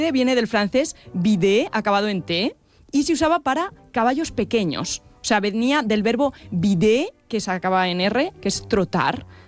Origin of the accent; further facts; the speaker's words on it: Guadalajara, Castilla-La Mancha, Spain; born there; Nací en Guadalajara.